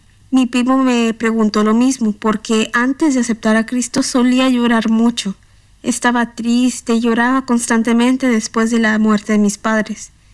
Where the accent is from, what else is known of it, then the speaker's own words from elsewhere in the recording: Iran; Me preocupaba que al regresar a mi ciudad natal, la gente supiera que era cristiana.